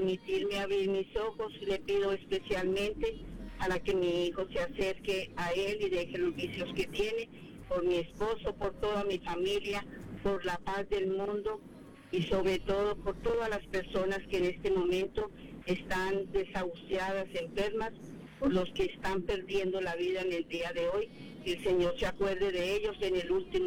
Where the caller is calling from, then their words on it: Riverside, California, United States; hablas con … tu compatriota, me llamo de Riverside